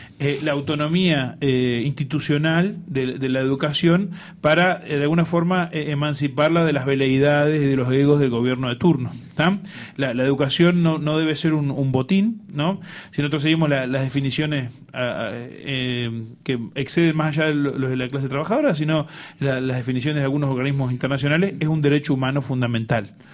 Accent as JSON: {"language": "Spanish", "region": "Rivera", "country": "Uruguay", "said": "en la frontera norte, donde vengo yo, de la Ribera"}